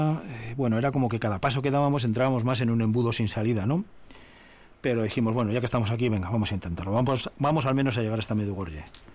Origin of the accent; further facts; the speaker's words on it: Navarre, Spain; Ojo, le dije, que somos navarros, ¿eh?